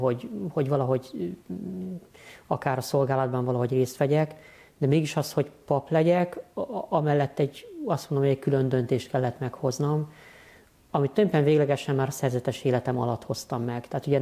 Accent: Budapest, Hungary; Egy budapesti nagy katolikus családból származom, 7 vagyunk testvérek, én vagyok a legkisebb.

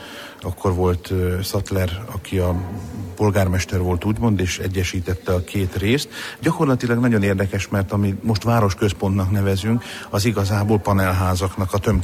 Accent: Šamorín, Trnava Region, Slovakia; tehát onnét származom, de 4 éves korunkba költöztünk Somorjára, és akkor a vízlépcső építése miatt is, és itt Somorjainak tartom igazán magam, mert hát amióta úgymond az eszemet tudom, azóta Somorjai vagyok.

